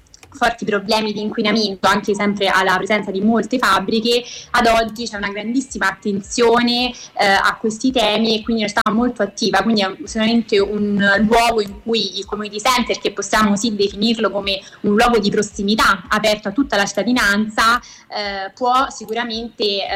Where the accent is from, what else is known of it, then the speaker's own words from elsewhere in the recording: Rome, Lazio, Italy; io stessa nuova di Colleferro, io vengo da Roma